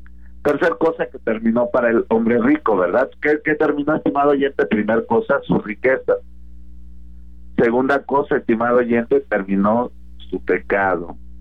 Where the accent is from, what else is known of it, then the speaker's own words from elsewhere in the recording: Nezahualcóyotl, State of Mexico, Mexico; bueno, yo soy de Nesa, ¿verdad? Y muchos, ahora ya vivo acá en la zona de Iztapaluca, pero muchos años, estimado oyente, en Nesa